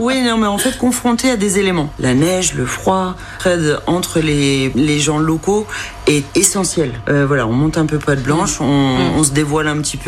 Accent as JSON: {"language": "French", "town": "Metz", "region": "Grand Est", "country": "France", "said": "je viens de Metz, en Lorraine, et j'ai des origines alsaciennes"}